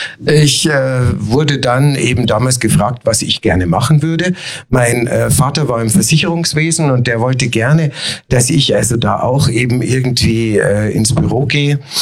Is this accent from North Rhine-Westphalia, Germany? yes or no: no; Munich, Bavaria, Germany; also born or lived in Obersendling, Munich; Ich bin geboren in Obersendling und bin dann aufgewachsen in Schwabing. Wir haben erst in der Theresienstraße gewohnt, dann in der Giselastraße.